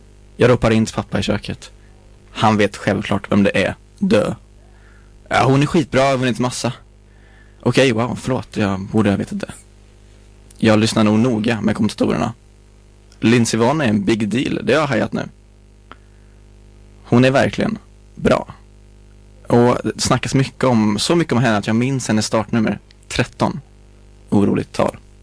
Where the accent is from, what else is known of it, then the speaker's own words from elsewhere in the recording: Gränna, Jönköping County, Sweden; Det är en söndag morgon hemma i Gränna.